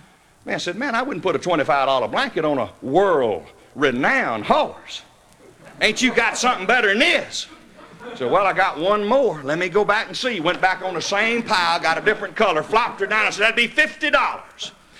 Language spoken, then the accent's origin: English; Mississippi, United States; where I grew up in Abbott County, Mississippi, we had two country stores.